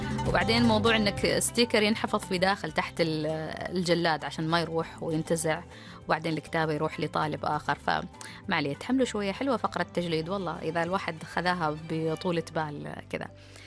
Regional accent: Oman; عندنا في سلطنة عمان

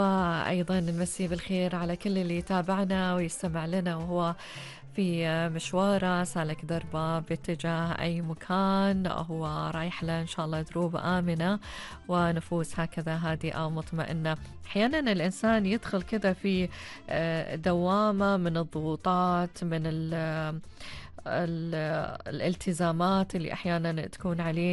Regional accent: Oman; أنا من عمان

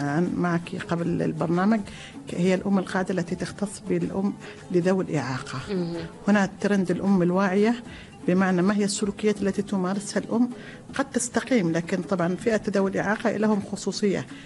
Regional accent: Dhofar, Oman; accent: Dhofari; بلهجتنا الظفارية، نعم.

